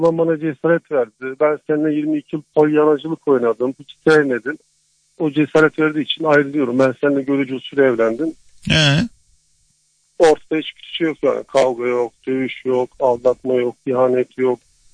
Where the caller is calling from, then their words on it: Malatya, Turkey; Malatya'dan arıyorum.